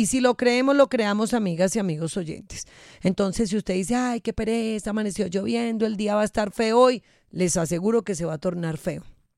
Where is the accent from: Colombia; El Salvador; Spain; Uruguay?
Colombia; en este bello país donde somos colombianos maravillosos